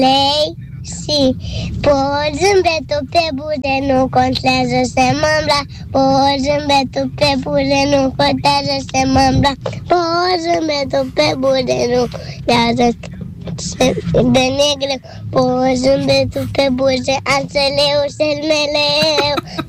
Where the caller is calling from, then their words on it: Bucharest, Romania; din București. Am 4 ani